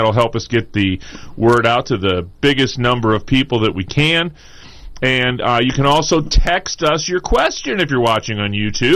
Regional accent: St. Louis, Missouri, United States; You spent last weekend in my hometown.

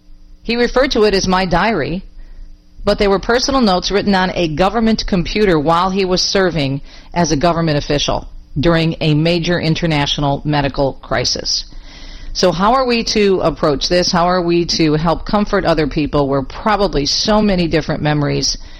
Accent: Michigan, United States; my home state of Michigan

